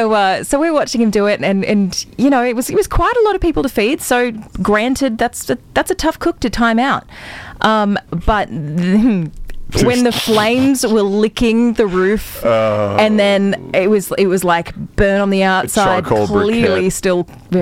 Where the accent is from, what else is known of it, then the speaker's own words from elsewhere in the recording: Australia; we're Australian